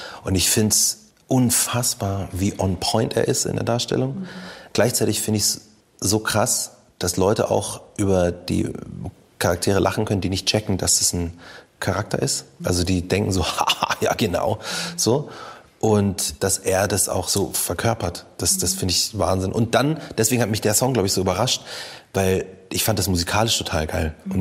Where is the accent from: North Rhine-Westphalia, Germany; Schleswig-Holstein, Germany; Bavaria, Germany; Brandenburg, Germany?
Bavaria, Germany; accent: Bavarian